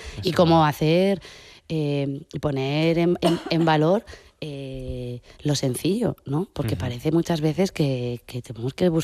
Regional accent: Castile and León, Spain; soy de Castilla y ya está

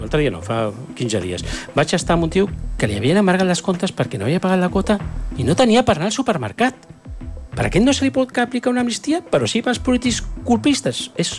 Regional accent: Catalonia, Spain; perquè jo soc català, dono una miqueta d'envejeta.

